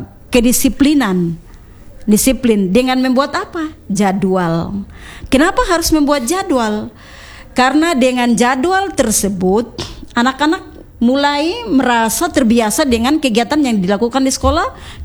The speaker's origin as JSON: {"language": "Indonesian", "region": "North Maluku", "country": "Indonesia", "said": "Kan budaya kita ya, orang Maluku Utara"}